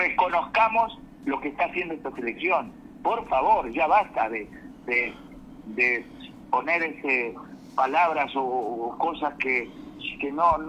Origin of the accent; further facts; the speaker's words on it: Argentina; Ojalá, que como argentino digo que gane Argentina